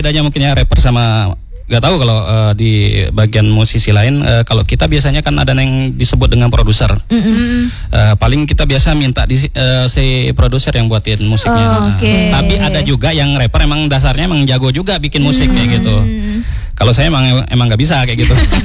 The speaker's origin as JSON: {"language": "Indonesian", "region": "West Nusa Tenggara", "country": "Indonesia", "tie": "born or raised there", "said": "itu benar-benar apa ya, yang ngundangnya itu emang desa saya kayak gitu. Saya lahir di sana, saya besar di sana. Setelah kebetulan ada satu lagu saya bahasa Lombok itu meledak di sana."}